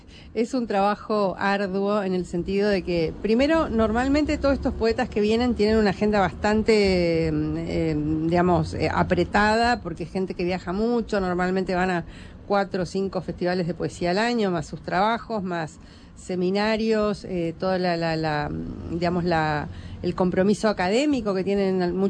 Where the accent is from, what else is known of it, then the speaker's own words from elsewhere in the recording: Argentina; moved away as an adult; now in Uruguay; porque yo soy de Argentina a pesar de que vivo acá hace 10 años casi.